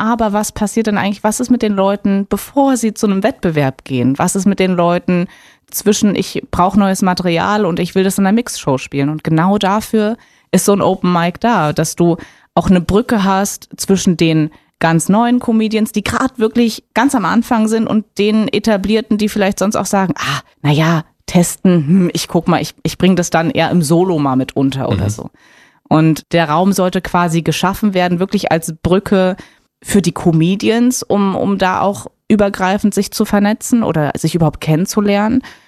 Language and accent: German; Potsdam, Brandenburg, Germany; accent: Potsdam High German; Du Berlinerst, ich mach den Potsdamer Hochdeutsch.